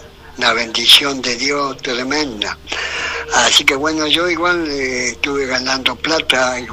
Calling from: Comallo, Río Negro, Argentina; Así que por acá nevó de vuelta en Comayo.

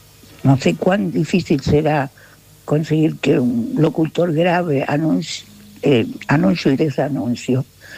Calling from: Buenos Aires, Argentina; de Palermo

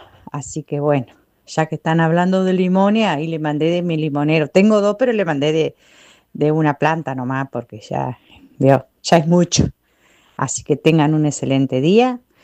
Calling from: Uruguay; de Costa, Uruguay, acá la estoy escuchando.

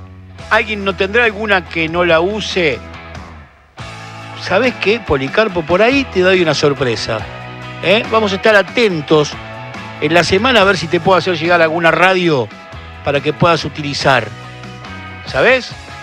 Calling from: Nogoyá, Entre Ríos, Argentina; Estoy sereneando en el Obrador de Nogoyá. … de Nogoyá, Entre Ríos.

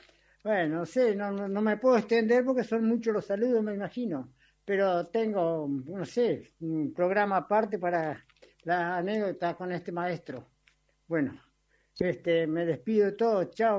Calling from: Concordia, Entre Ríos, Argentina; de Concordia

